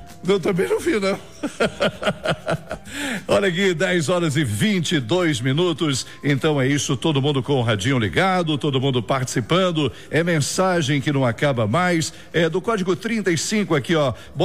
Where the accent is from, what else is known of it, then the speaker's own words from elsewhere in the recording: Barbacena, Minas Gerais, Brazil; Aí você vai lá passear em Barbacena, vai conhecer as belezas lá da minha cidade